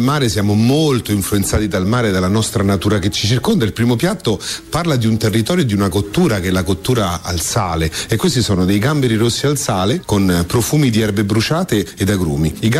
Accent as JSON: {"language": "Italian", "town": "Fiumicino", "region": "Lazio", "country": "Italy", "tie": "born there", "moved": "yes", "said": "Fiumicino è la mia casa, io sono nato a Fiumicino, sono nato a 100 metri dal mio ristorante, ma sono tornato dopo un po' di anni, quindi per me Fiumicino è anche la riscoperta di un territorio, è un posto incredibile, abbiamo l'aeroporto, abbiamo il mare"}